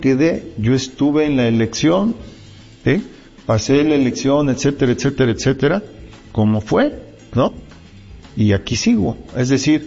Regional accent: Puebla, Mexico; Soy empresario poblano, he caminado Puebla desde que nací

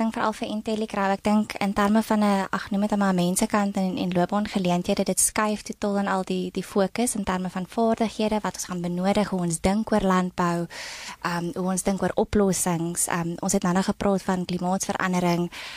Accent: Groblersdal, Limpopo, South Africa; Ek het groot geword in Groblersdal.

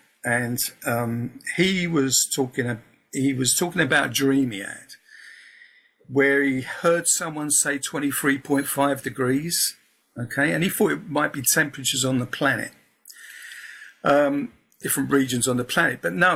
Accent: Peckham, London, United Kingdom; also born or lived in North Devon; But so I was brought up in Southeast London, Peckham.

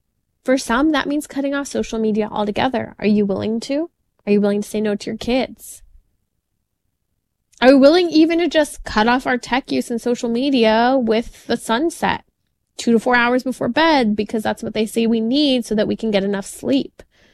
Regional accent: California, United States; And, we have my home state of California where it's been sitting on the desk of Governor Gavin Newsom

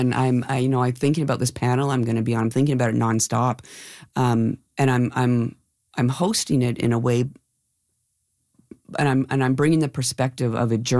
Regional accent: Canada

